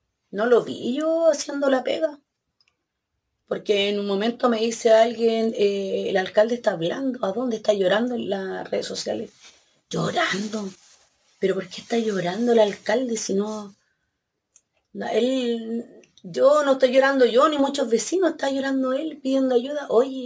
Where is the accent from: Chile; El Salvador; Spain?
Chile; Lirquén, Biobío; gente que yo nunca pensé que iba a llegar 2 días después a mi pueblo a ayudarnos. Y no vi municipalidad, no vi gobierno, no vi nada, nada. Oye, yo, a mí me llamó la atención un momento, andaban, parecíamos, no sé, alma en pena, todo Lirquén